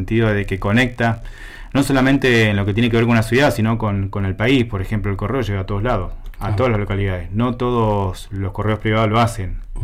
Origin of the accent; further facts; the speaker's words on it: Orán, Salta, Argentina; born there; Yo nací en Orán.